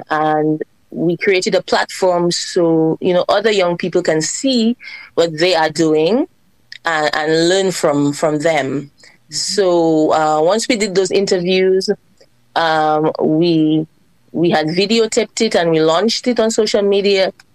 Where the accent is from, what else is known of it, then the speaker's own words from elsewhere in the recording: Goodwill, Dominica; born there; also born or lived in Galio; I left Galio at a young age. I lived with my father in Goodwill, but I went back to Galio every Christmas, every summer, every break. So my roots are from both communities.